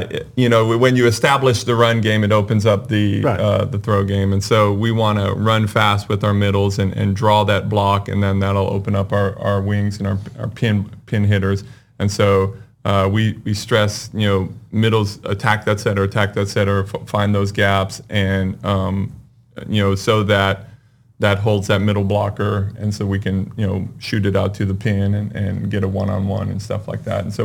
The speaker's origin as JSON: {"language": "English", "region": "California", "country": "United States", "tie": "born or raised there", "said": "Well, I grew up in California, and I played in high school."}